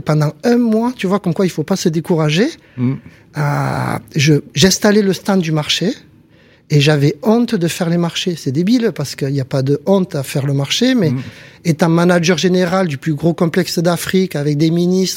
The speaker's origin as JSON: {"language": "French", "town": "Montpellier", "region": "Occitanie", "country": "France", "said": "Donc, chez nous, à Montpellier, 20, 25 000, 8 par 4, coque, machin, moyenne."}